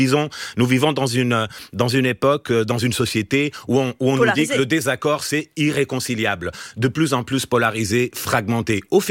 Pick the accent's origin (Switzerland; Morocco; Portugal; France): Portugal; Voilà, moi je suis portugais, donc je propose aussi cette alternative.